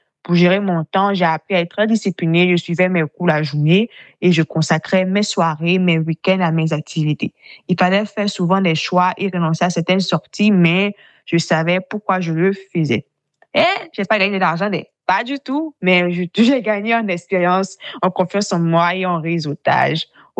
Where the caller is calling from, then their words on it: Abidjan, Côte d’Ivoire; je vis à Abidjan.